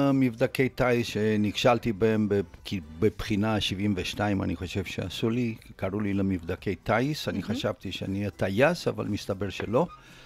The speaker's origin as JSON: {"language": "Hebrew", "town": "Hadassim", "region": "Central District", "country": "Israel", "tie": "born or raised there", "also_born_or_lived": "Romania", "second_language": "Hebrew", "said": "גדלתי בהדסים ליד נתניה, זה היה בית ספר חקלאי עם פנימיה של עליית הנוער, ושמה למדתי בפעם הראשונה בחיים שלי עברית"}